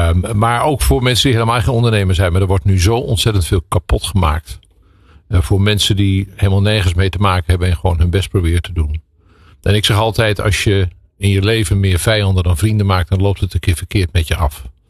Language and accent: Dutch; Netherlands; Ik ben gewoon Nederlander.